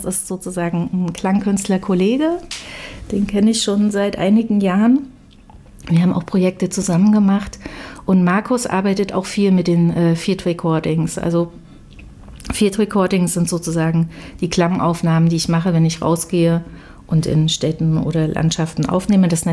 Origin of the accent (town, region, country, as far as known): Weimar, Thuringia, Germany